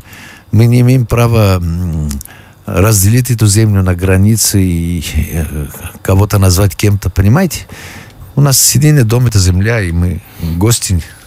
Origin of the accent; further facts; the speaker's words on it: Afghanistan; Я с благодарностью принимаю то, что я родился в Афганистане и принял, ну, хотя бы частью благородства и характера и мужества своего народа.